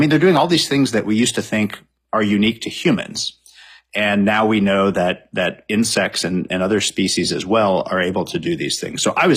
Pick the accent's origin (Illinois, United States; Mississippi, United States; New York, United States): Illinois, United States; Champaign-Urbana; which I had that as a kid, you know, growing up in Champaign-Urbana.